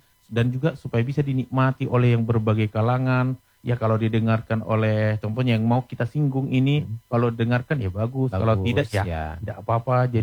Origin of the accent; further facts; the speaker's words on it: North Sumatra, Indonesia; Itu kan legenda dari kita Batak Toba itu.